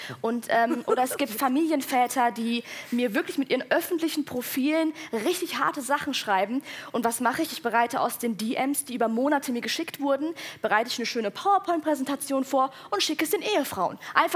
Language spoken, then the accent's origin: German; Hesse, Germany; accent: Hessian; meinen hessischen Dialekt